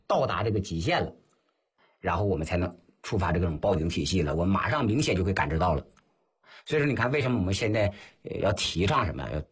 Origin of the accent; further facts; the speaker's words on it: China; 就是未来我们中国人要实现的这个健康标准